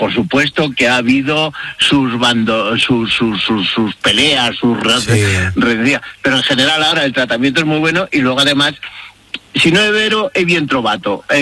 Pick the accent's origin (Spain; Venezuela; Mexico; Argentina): Spain; Orcajo de la Ribera, Castile and León; Por ejemplo, en Orcajo de la Ribera, en mi pueblo, en Orcajo, en Gredos, la mantenemos, la de cobrar el piso.